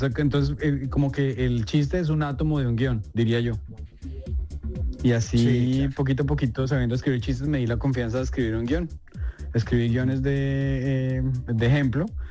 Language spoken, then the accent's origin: Spanish; Colombia; now in New York, United States; Creo que soy el primer colombiano que va a grabar un especial en español aquí en la Gran Manzana